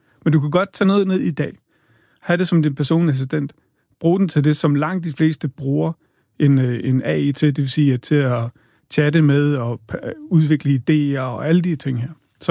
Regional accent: Odense, Region of Southern Denmark, Denmark; Jeg er fra Odense. Kan du høre det synge?

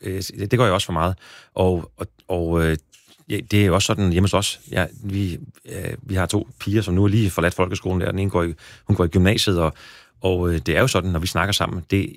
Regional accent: Næstved, Zealand, Denmark; da jeg var blevet konfirmeret, købte jeg et brugt stereoanlæg der hjemme på Kildemarksvej i Næstved.

